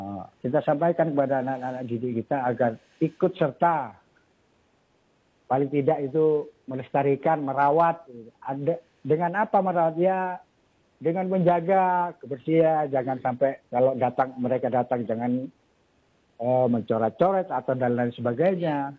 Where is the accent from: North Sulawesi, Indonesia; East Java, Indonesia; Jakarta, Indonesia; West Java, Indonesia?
East Java, Indonesia; Sumenep; kalau dari mana, dari Sumenep.